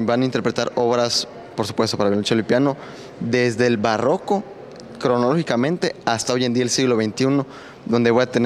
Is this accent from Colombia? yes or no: no; Mexico; Nosotros como mexicanos, de alguna forma, no, ahora sí que como somos colonia, tenemos esa herencia, ¿no?